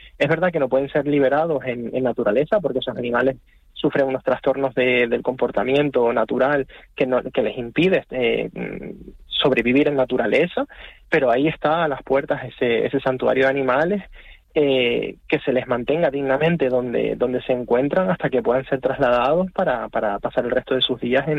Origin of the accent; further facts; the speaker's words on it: Canary Islands, Spain; somos en Canarias el lugar de sacrificio